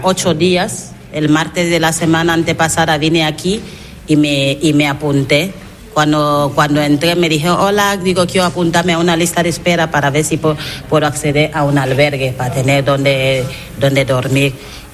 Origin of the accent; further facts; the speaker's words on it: Equatorial Guinea; Spanish is a second language; moved away as an adult; now in Spain; le conocí en mi país, en Guinea.